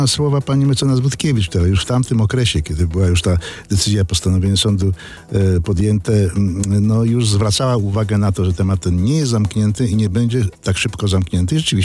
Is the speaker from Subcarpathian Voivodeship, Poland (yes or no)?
no; Szczecin, West Pomeranian Voivodeship, Poland; jestem też szczecinianinem